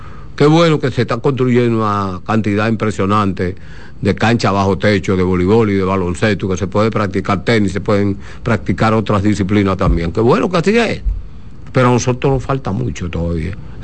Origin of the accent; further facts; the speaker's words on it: Dominican Republic; como dominicano he sentido la alegría